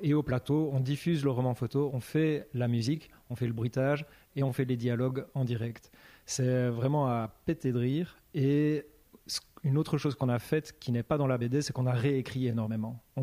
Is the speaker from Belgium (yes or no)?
yes; Liège, Wallonia, Belgium; Bonjour, on est le collectif mensuel, on vient de Liège en Belgique